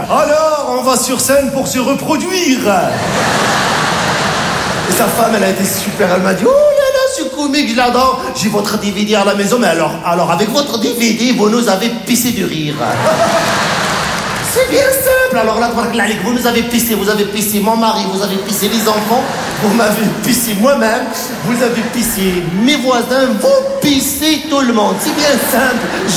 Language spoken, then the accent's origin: French; Morocco; born there; Je suis né au Maroc